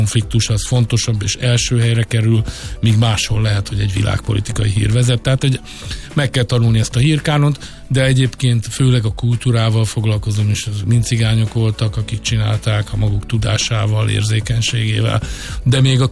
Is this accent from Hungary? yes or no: yes; Hungary; amit most így magyarként